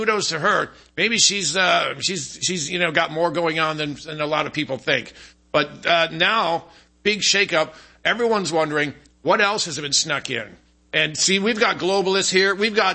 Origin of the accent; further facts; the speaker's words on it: Michigan, United States; I'm from Michigan.